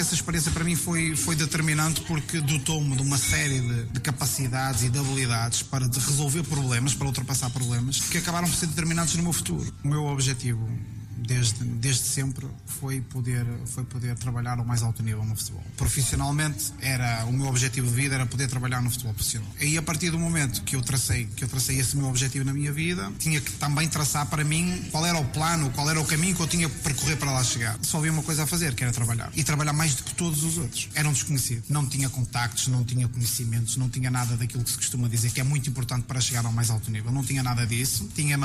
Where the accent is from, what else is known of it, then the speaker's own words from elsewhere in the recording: Penafiel, North, Portugal; born there; A freguesia de Galegos, para mim, é a minha freguesia. É a freguesia onde eu nasci, é a freguesia onde eu tenho a minha família, é a freguesia onde eu tenho fortes raízes emocionais e familiares